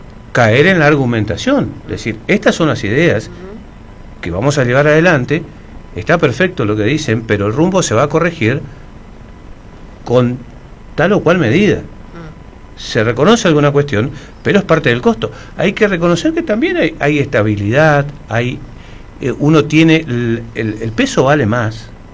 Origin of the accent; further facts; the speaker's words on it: Misiones, Argentina; como misioneros, como argentinos